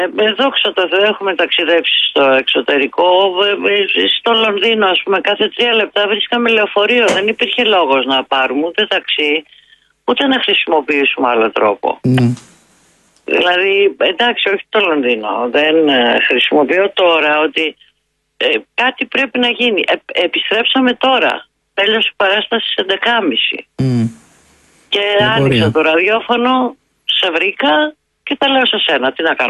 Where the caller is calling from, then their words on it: Vyronas, Attica, Greece; θέλαμε να πάρουμε ένα ταξί να γυρίσουμε σπίτι μας στο Βύρονα.